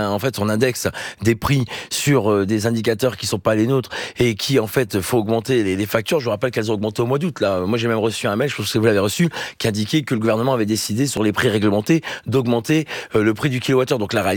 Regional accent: Hauts-de-France, France; moi je suis du Nord, donc Gravelines à Dunkerque, je sais très bien comment est positionnée, fonctionne cette centrale nucléaire

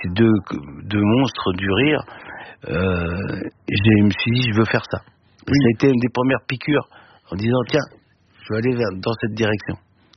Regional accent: Île-de-France, France; notre banlieue où on a grandi, dans Val-de-Marne.

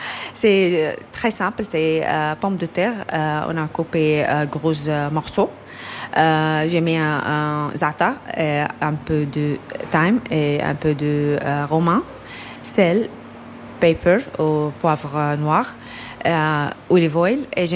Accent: Lebanon; Oui, au Liban, on a beaucoup mezzés, à peu près 100 mezzés.

